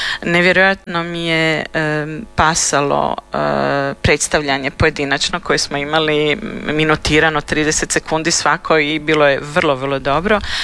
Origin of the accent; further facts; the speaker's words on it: Zagreb, City of Zagreb, Croatia; now in France; Ja sam rođena u Zagrebu, odrasla u Zagrebu, ja sam stjecajem okolnosti otišla u Francusku